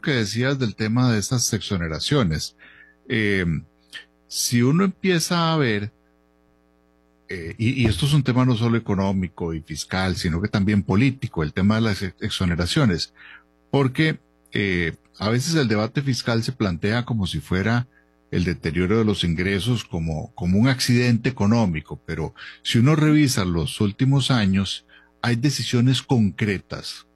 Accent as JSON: {"language": "Spanish", "country": "Costa Rica"}